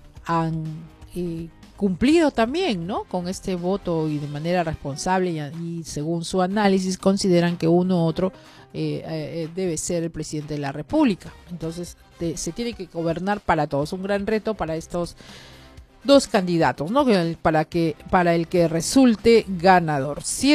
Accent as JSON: {"language": "Spanish", "country": "Peru", "said": "pero finalmente todos todos somos peruanos"}